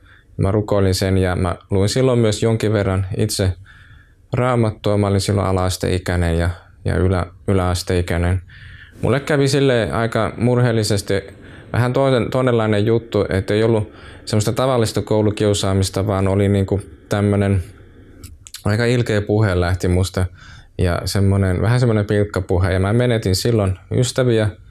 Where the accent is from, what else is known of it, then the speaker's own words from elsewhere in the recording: Heinola, Päijät-Häme, Finland; now in Helsinki, Finland; Mä asun vaimoni kanssa Pitäjänmäellä Helsingissä. Mä oon Heinolasta kotoisin ja siellä mulla on vanhemmat, asuttiin pitkän aikaa siellä Heinolassa